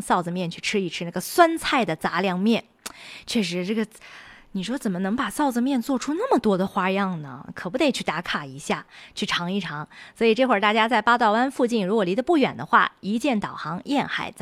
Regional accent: northern China, China; 作为北方人

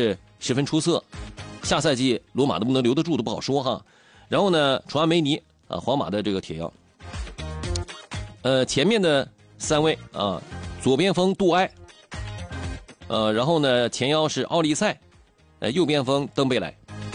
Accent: China; 我们中国人最熟悉了

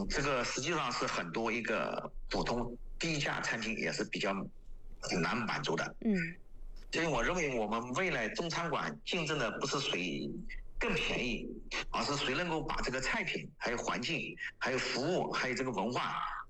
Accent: China

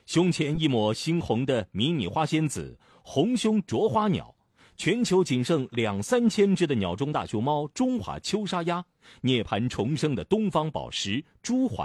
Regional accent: Nanchang, Jiangxi, China; 咱们南昌人的日子就能够因此镶上金边吗

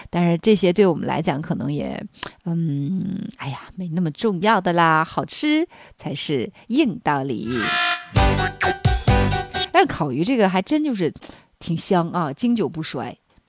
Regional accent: Northeast China, China; 然后我们东北人老觉得这跟东北菜比

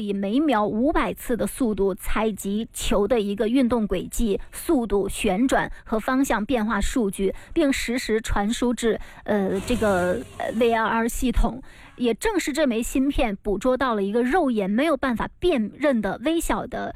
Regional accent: China

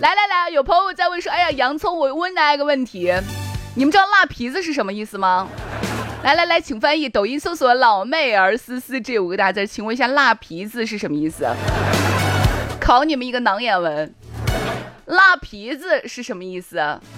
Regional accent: Shaanxi, China; 但是我们陕西人，我想了半天，我们陕西人叫小姑娘，叫自己的娃怎么叫呢？女子。

